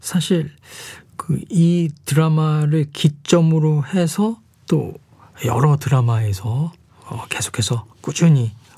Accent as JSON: {"language": "Korean", "town": "Jinju", "region": "South Gyeongsang", "country": "South Korea", "tie": "born or raised there", "said": "어린 시절을 제 진주에서 보냈기 때문에 자연스럽게"}